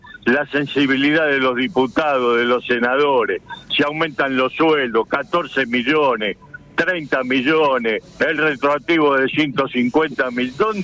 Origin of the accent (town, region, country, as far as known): Buenos Aires, Argentina; born there